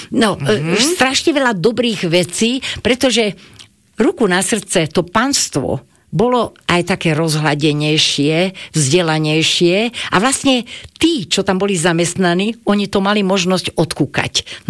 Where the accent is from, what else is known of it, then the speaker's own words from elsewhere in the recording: Bratislava, Bratislava Region, Slovakia; som z Podunajských Biskupíc, ale som dlhé roky žila na Februárke oproti Štolverku a potom na Sibírskej ulici.